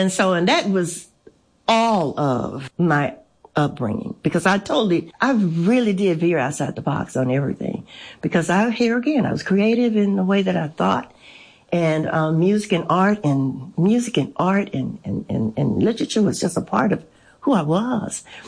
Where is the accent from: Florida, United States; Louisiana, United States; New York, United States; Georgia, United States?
Louisiana, United States; Shreveport; I actually grew up in Shreveport in the, we call it, it's the Cedar Grove area, but Pine Valley is a little cove of neighborhood that I grew up in. Very, kind of strict, Baptist upbringing.